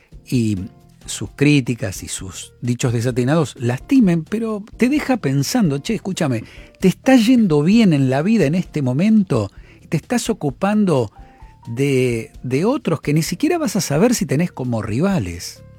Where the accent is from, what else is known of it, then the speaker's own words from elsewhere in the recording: Argentina; no lo digo porque me toque como argentino